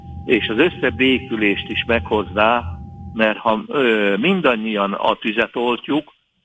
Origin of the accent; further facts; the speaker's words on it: Szeged, Csongrád-Csanád, Hungary; born there; Én tiszaparti településen születtem, most is ott élek, azaz most Szegeden